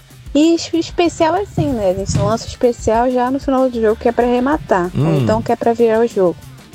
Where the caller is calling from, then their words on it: Rio de Janeiro, Brazil; Sou de Guadalupe.